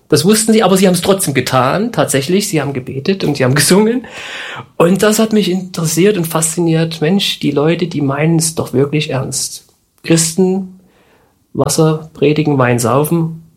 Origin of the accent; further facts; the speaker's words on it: Mulda, Saxony, Germany; now in Halsbrücke, Germany; Ich bin aufgewachsen in Mulda. Richtig. Also 15 Kilometer weg von Freiberg.